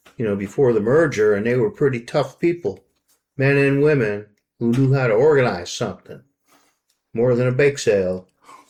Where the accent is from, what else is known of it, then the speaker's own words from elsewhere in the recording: New York, United States; I grew up in New York